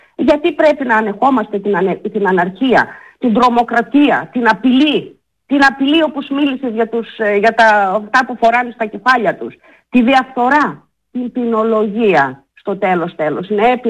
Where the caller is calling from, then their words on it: Greece; σαν Ελληνίδα μάνα